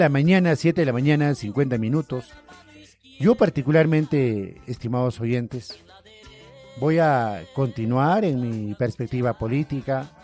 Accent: Chilca, Peru

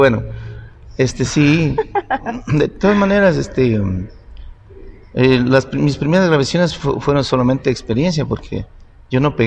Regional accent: Ecuador; solo de mi pueblo a Ibarra eran como 3 horas, de Ibarra a Quito eran como 12 horas, de Quito a Guayaquil eran como un día y una noche

